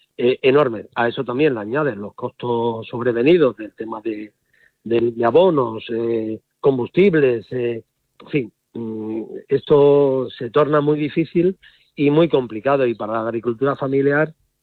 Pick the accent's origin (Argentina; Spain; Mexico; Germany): Spain; ¿Es que no somos los españoles todos iguales ante la ley?